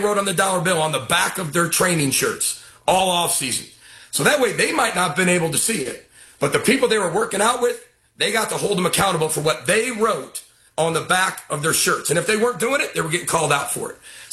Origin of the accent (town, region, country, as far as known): Midwest, United States; born or raised there